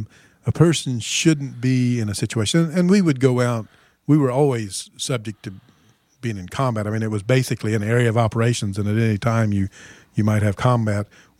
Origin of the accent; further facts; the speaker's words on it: United States; I was with a group of Vietnamese troops, and I was obviously saying, I'm the American, I control things, shoot me